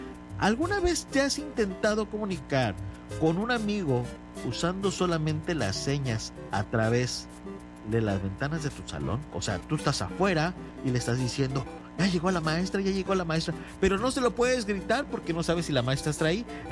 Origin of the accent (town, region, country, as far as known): Mexico